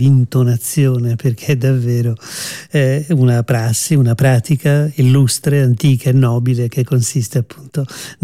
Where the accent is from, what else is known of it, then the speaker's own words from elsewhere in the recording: Veneto, Italy; li dico in lingua friulana anche se non lo sono, sono veneto